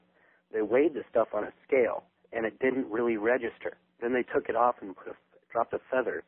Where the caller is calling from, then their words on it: Juneau, Alaska, United States; I'm calling from Juneau, Alaska.